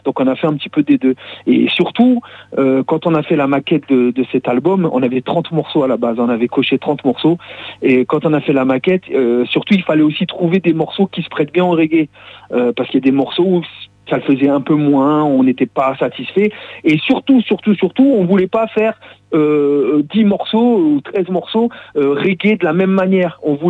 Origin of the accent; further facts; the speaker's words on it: Roubaix, Hauts-de-France, France; moved away as an adult; now in Bergerac, France; Déjà, …, on a grandi ensemble. On se connaît depuis très longtemps. On vient tous les deux de Roubaix.